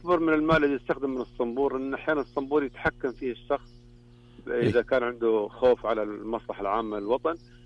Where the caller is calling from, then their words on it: Umluj, Tabuk Province, Saudi Arabia; وهذه الأجواء الباردة من أملج